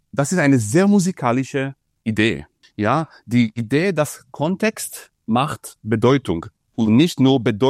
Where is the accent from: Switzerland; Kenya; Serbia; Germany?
Germany; Dresden, Saxony; weil ich als Dresdner, sagen wir so, ich dachte, dass man muss in diese unglaubliche Location etwas machen.